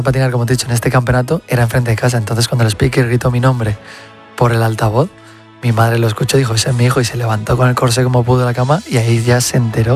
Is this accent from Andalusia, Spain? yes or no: no; Móstoles, Community of Madrid, Spain; Empecé porque yo soy de Móstoles y enfrente de mi casa había un polideportivo.